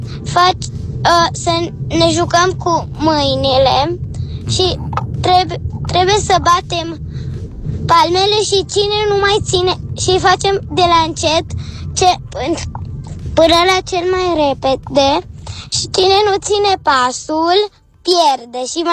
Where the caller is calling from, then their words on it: Florești, Romania; din Florești, am 7 ani.